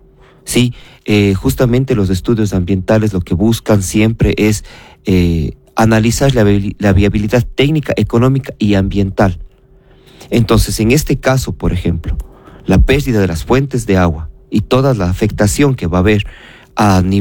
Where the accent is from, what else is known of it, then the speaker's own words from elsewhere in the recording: Ecuador; todos los ecuatorianos somos propietarios de estos recursos.